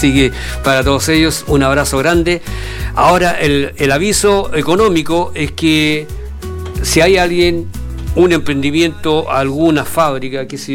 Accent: Valparaíso, Chile; Esto es Valparaíso, choros, macha y erizo, somos de Valparaíso, amigos míos.

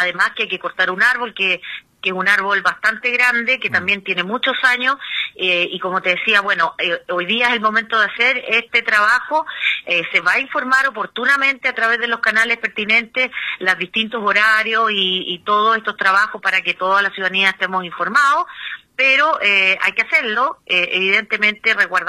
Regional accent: Chile

